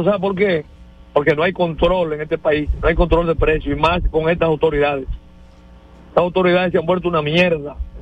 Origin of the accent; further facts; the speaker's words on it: Azua, Dominican Republic; allá en los negros de Azua, donde soy nativo